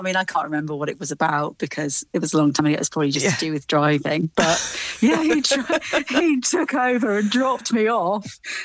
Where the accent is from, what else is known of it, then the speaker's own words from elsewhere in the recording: Paignton, South West England, United Kingdom; We grew up in Devon, in Paignton by the sea.